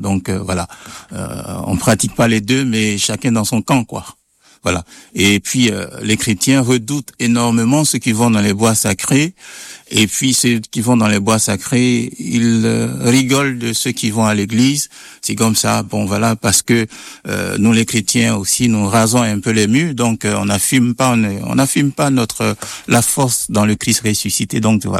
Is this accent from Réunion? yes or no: no; Côte d’Ivoire; also born or lived in Switzerland; Alors, moi, je suis originaire de la Côte d'Ivoire. Je sais que j'ai exercé comme prêtre en Afrique. Je fais plusieurs pays en Afrique. Et puis, j'ai exercé comme prêtre ici. J'ai fait mes études en Suisse.